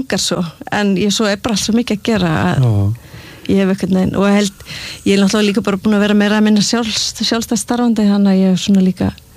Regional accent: Seltjarnarnes, Capital Region, Iceland; born or raised there; also born or lived in Reykjavík

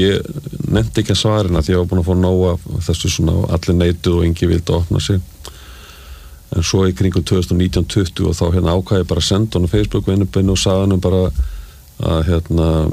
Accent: Reykjavík, Capital Region, Iceland; Ég alveg upp í Reykjavík

